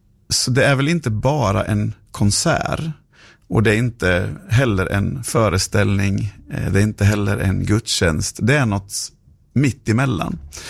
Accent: Borås, Västra Götaland County, Sweden; moved away as an adult; also born or lived in Stockholm / Helsingborg / Malmö; now in Trelleborg, Sweden; jag är född och uppväxt i Borås och med en mamma som alltid älskade havet. Så då kan man undra varför vi bodde mitt inne i inlandet.

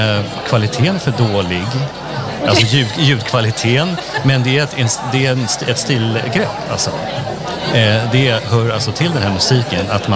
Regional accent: Germany; now in Sweden; Jag är uppväxt i Tyskland faktiskt, så är ganska ny i Sverige. Jag är svensk, men uppväxt i Tyskland, och jag har just flyttat tillbaka till Sverige

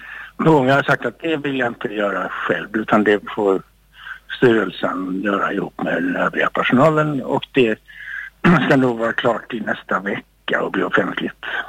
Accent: Lund, Skåne, Sweden; now in Malmö, Sweden; jag växte upp i Lund och då var jag på gymnasiet där

